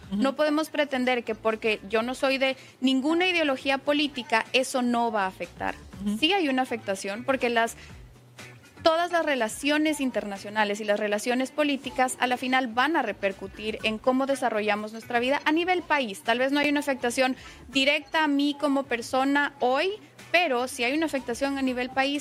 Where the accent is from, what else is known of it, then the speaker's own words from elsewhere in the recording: Ecuador; also born or lived in Mexico; Sí, yo soy de Ecuador y viví un tiempo en México donde tuve mi mayor exposición política.